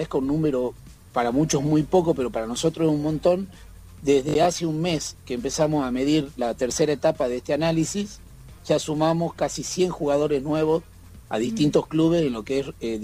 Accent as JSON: {"language": "Spanish", "region": "Jujuy", "country": "Argentina", "tie": "born there"}